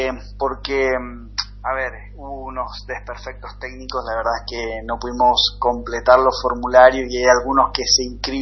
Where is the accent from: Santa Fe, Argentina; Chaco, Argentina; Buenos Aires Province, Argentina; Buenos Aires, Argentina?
Chaco, Argentina; Machagai; yo soy de Manchagay